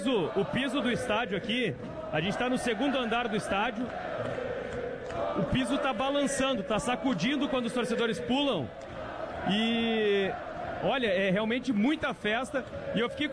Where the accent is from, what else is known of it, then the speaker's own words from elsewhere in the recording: Brazil; I'm from Brazil.